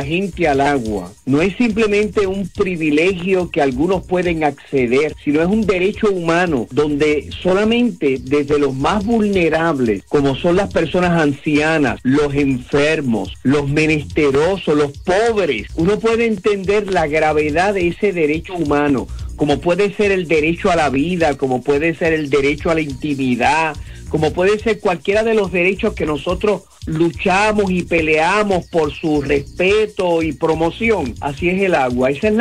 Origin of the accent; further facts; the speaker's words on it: Puerto Rico; en nuestra conciencia como puertorriqueño